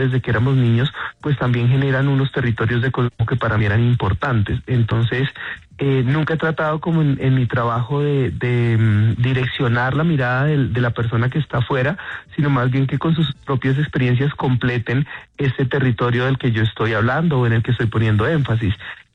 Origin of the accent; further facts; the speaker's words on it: Guaviare, Colombia; Entonces digamos que yo vengo del Guaviare, nosotros como que vivimos todos estos temas de la violencia del Guaviare en el 99